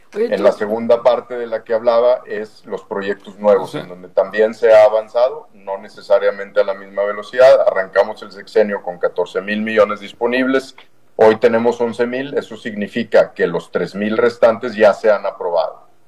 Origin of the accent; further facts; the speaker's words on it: Mexico; somos los mexicanos